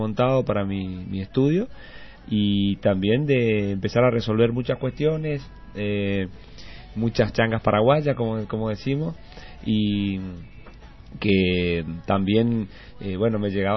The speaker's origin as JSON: {"language": "Spanish", "town": "Margarita Belén", "region": "Chaco", "country": "Argentina", "tie": "born there", "said": "mi papá fue productor, en realidad rural, en la zona ahí de Costa Inés, que es una colonia donde nacimos, en Margarita Belén."}